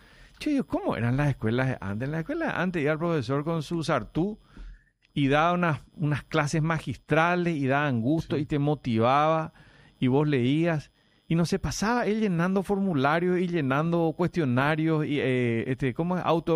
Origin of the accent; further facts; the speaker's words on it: Argentina; moved away; Cuando vinimos de Argentina, mi hermano le corregía a la profesora de matemáticas y física, que solo copiaba de un cuaderno amarillo los problemas, y sin ese cuaderno no hacía nada.